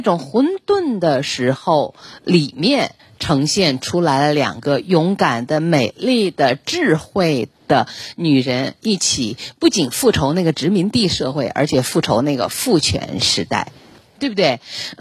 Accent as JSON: {"language": "Chinese", "country": "China"}